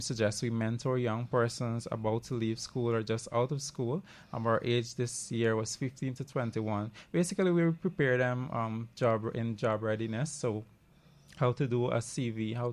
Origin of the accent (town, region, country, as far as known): Pomeroon-Supenaam, Guyana